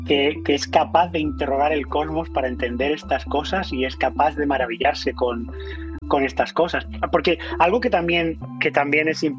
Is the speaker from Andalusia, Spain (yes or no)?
no; Terrassa, Catalonia, Spain; moved away as an adult; now in United States; soy natural de Tarrasa y llevo toda mi vida adulta en Estados Unidos, que fue donde estudié mi doctorado de astronomía, y ya me quedé allí haciendo carrera.